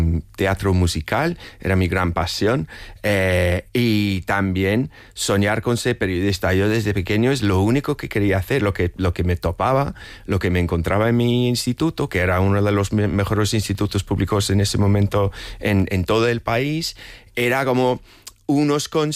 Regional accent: United Kingdom; Pues mira, yo soy el típico británico que mi infancia fue marcada por las vacaciones familiares en España

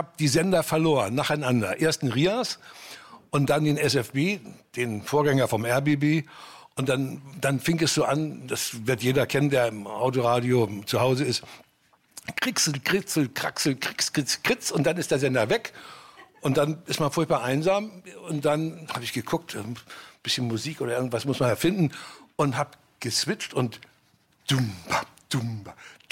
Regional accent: Hamburg, Germany; Ich bin ein Hamburger und meine Plattenfirma hatte Hauptsitz in Hamburg

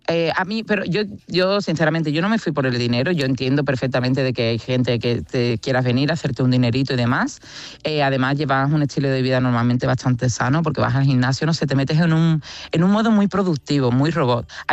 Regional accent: Cádiz, Andalusia, Spain; moved away as an adult; also born or lived in Seville; now in Australia; yo, que soy del sur, yo que soy de Cádiz y que estudio en Sevilla

